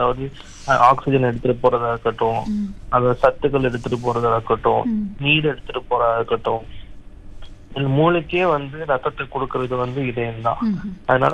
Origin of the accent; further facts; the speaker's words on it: Thiruvarur, Tamil Nadu, India; நான் வந்து திருவாரூர் தான் சொந்த ஊர்.